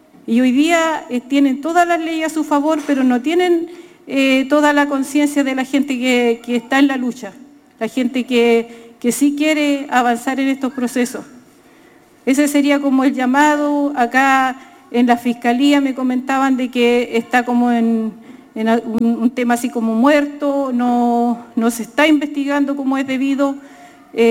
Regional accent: Chile; La solidaridad entre nosotros como mapuches chilenos que estamos en resistencia es lo principal para llevar adelante esto.

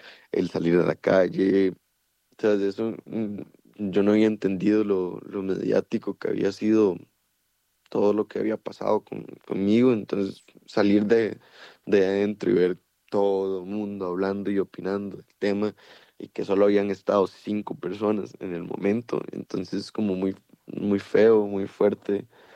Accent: San Isidro de El General, San José, Costa Rica; moved away as an adult; now in Heredia, Costa Rica; yo soy de Pérez Zeledón, vivo aquí en Heredia hace relativamente poco, entré en 2022 a la universidad

